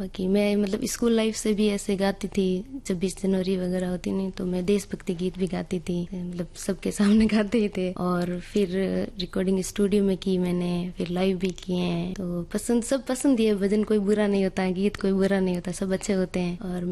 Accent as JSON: {"language": "Hindi", "town": "Damra", "region": "Rajasthan", "country": "India", "tie": "born or raised there", "said": "और मेरी गायकी की शुरुआत हुई थी 2023 से और मेरा गांव था डामरा मेरी जन्मभूमि।"}